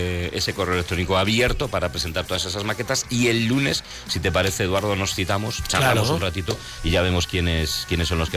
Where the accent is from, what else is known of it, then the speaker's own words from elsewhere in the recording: Spain; Que somos españoles